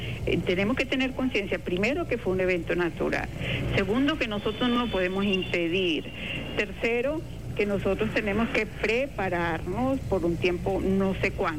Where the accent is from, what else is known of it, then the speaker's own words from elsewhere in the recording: Venezuela; lo de la culpa viene por eso que nos caracteriza a nosotros como venezolanos, ayudar, apoyar, estar allí